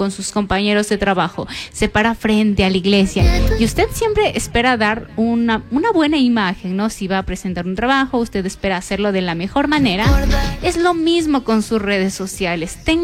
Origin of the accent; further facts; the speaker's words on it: Ecuador; así somos los ecuatorianos